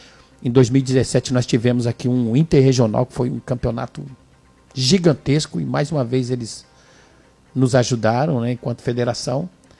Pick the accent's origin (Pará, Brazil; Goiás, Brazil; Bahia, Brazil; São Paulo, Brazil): São Paulo, Brazil; Sou paulista.